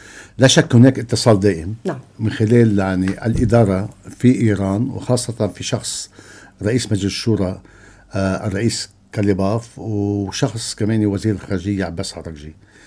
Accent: Lebanon; نحن كلبنانيين

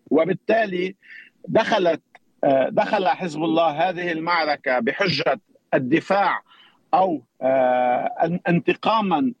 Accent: Lebanon; لا أستطيع كلبناني

